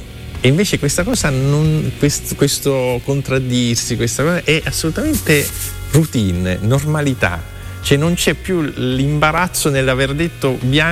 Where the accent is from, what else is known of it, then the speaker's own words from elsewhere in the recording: Palermo, Sicily, Italy; Poi io vengo da Palermo e puoi immaginare quello che c'era